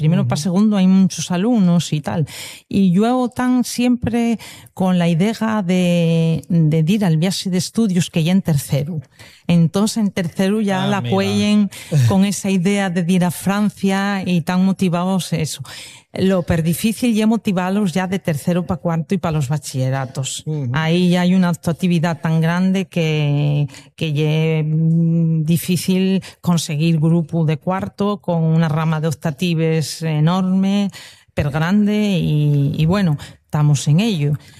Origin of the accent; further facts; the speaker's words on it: Corvera, Asturias, Spain; Soy de Corbera, pero para el caso estoy cerca de la zona que está el puente y el río que divide